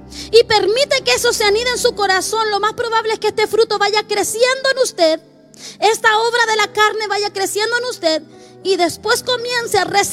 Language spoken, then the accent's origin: Spanish; Chile; yo soy bien chilena para hablar.